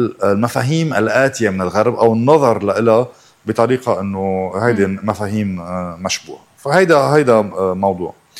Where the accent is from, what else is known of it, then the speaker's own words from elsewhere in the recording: Lebanon; نحن كلنا لبنانيين ما في فرق. نحن كلنا لبنانيين وفي فرق.